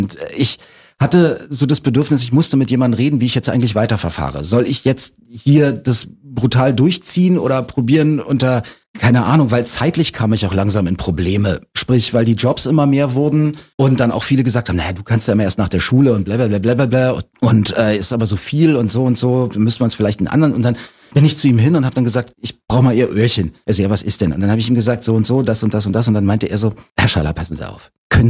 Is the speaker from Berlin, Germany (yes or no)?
yes; Berlin, Germany; born or raised there